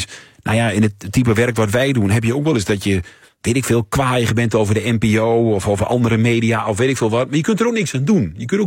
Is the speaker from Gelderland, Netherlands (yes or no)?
no; Overijssel, Netherlands; Ik kom uit Twente. Hè? Ja, we zeggen niet zo heel snel van. Oh, geweldig, fantastisch.